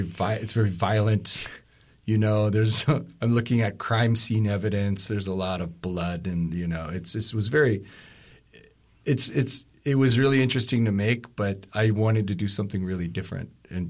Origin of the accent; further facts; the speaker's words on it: Kotzebue, Alaska, United States; now in Anchorage, United States; I'm born and raised in Kotzebue. I've lived in Anchorage for about 30 years now